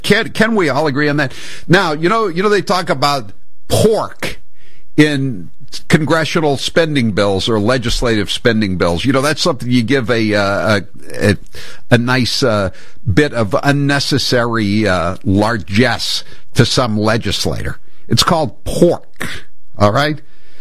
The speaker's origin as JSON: {"language": "English", "town": "Farmington", "region": "Maine", "country": "United States", "said": "from Farmington, Maine, by the way. And, you know, Paul LePage likes to give me the needle and say I'm really from Massachusetts."}